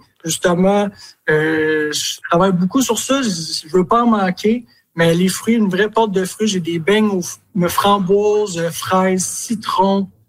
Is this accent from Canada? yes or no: yes; Montreal, Quebec, Canada; now in Bonaventure, Canada; Ben moi, dans le fond, je viens littéralement de Montréal. Donc, Montréal, du sud.